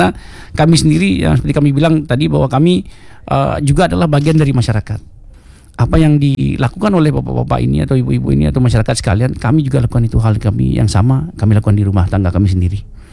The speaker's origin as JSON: {"language": "Indonesian", "area": "Gianyar", "region": "Bali", "country": "Indonesia", "said": "Kebetulan kami adalah warga Gianyar."}